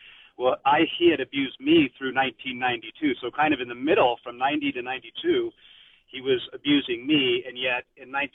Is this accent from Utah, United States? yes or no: yes; Utah, United States; also born or lived in Southern California; I was born in Southern California, but we moved to Utah when I was very young. And so as a devout Catholic family, we were a bit of a minority in Utah.